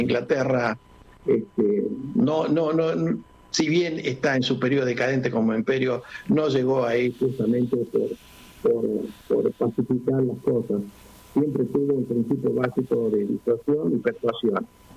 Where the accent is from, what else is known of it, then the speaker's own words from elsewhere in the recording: Salta, Argentina; now in Córdoba, Argentina; nunca dejo de ser salteño, vivo pensando en mi tierra y vivo permanentemente estando en mi tierra.